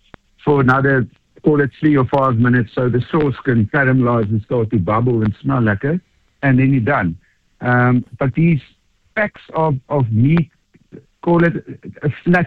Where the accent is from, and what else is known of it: South Africa